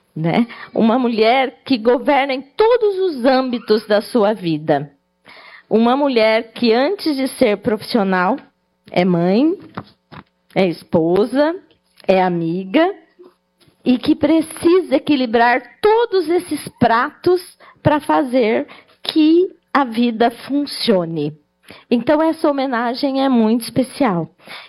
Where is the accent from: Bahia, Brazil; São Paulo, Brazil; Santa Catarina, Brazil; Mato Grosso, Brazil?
São Paulo, Brazil; que eu sou do interior de São Paulo.